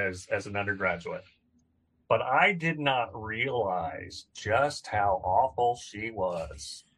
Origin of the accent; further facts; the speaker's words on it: Blue Ridge, Texas, United States; I grew up in a town called Blue Ridge, Texas, so there were more cows than people and lots of big hats and belt buckles and all that kind of stuff.